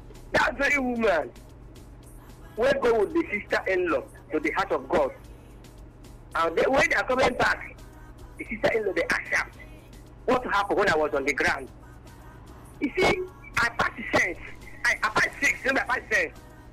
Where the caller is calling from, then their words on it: Ibadan, Oyo, Nigeria; I'm coming from Ibadan.